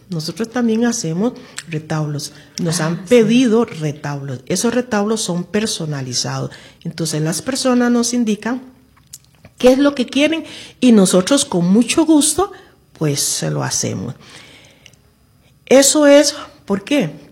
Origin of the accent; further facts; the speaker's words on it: Costa Rica; como ticos que somos.